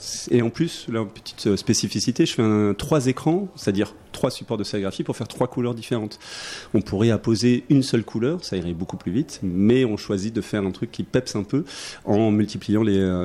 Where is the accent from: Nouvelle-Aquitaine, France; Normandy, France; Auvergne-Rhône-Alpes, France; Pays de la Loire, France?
Auvergne-Rhône-Alpes, France; Moi, je viens d'Ardèche, donc je suis au nord d'Aubenas.